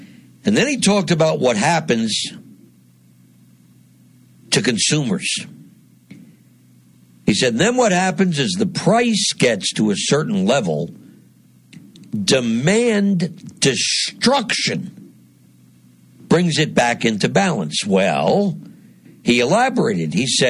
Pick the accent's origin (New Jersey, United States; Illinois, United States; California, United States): New Jersey, United States; born there; now in Northeast Pennsylvania, United States; my home state of New Jersey